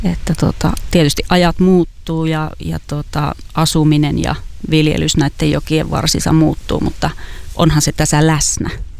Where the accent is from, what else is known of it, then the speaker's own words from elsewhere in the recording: Northern Finland, Finland; mä oon siis kotoisin tuolta vähän pohjoisempaa